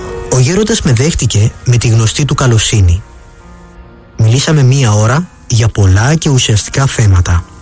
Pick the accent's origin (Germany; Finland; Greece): Finland; Greek is a second language; Είχε μεγάλη υπομονή και ρωτούσε για την πατρίδα μου, τη Φινλανδία, και για την εκκλησία μας